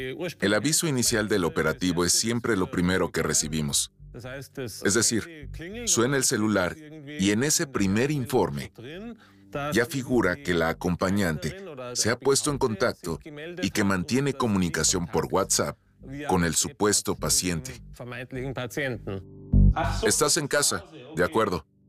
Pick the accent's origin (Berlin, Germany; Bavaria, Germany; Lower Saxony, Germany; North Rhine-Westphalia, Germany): Bavaria, Germany; Ramsau; Soy de Ramsau y tengo la suerte de trabajar aquí mismo.